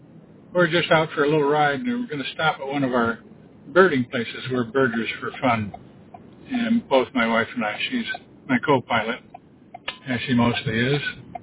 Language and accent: English; Wisconsin, United States; You know, I'm here on the East Coast. I was from Wisconsin where the canine came from. But we've been here on the East Coast 45 years or so.